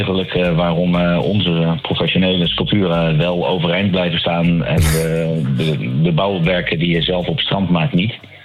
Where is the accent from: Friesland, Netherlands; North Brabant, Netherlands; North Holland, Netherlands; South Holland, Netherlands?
South Holland, Netherlands; The Hague; Jazeker, ik ben in Den Haag opgegroeid, nabij Scheveningen, en was daar vaak op strand te vinden.